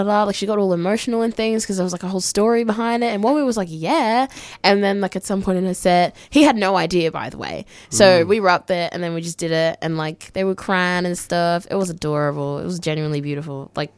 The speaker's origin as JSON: {"language": "English", "country": "DR Congo", "also_born_or_lived": "Malawi / Shepparton, Australia", "lives_now": "Melbourne, Australia", "said": "I was actually born in Malawi. Yeah. I'm Congolese. That's my background, full-blooded. My mum and dad are both from the Mushi tribe."}